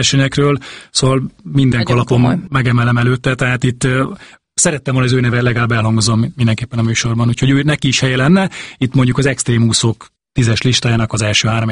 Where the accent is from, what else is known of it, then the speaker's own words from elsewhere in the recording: Zalaegerszeg, Zala, Hungary; ő is zalaegerszegi, mint ahol én származom